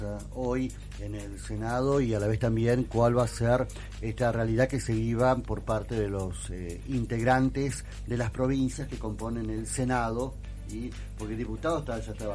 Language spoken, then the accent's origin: Spanish; Tucumán, Argentina; soy de Tucumán